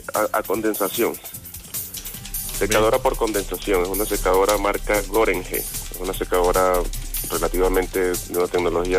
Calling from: Copiapó, Atacama, Chile; de acá de Copiapó.

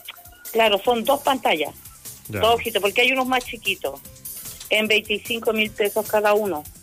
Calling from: Copiapó, Atacama, Chile; soy de Copiapó.

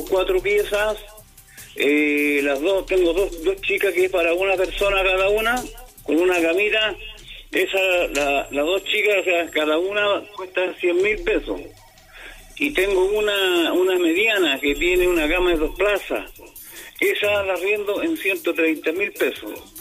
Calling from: Copiapó, Atacama, Chile; de Copiapó.

